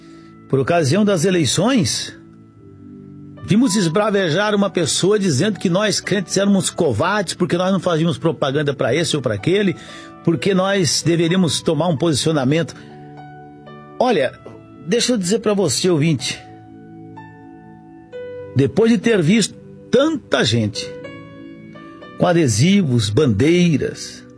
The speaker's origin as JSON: {"language": "Portuguese", "country": "Brazil"}